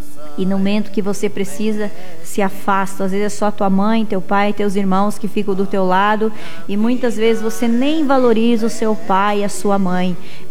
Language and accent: Portuguese; Brazil; crescemos juntos ali em São Pedro Tobias.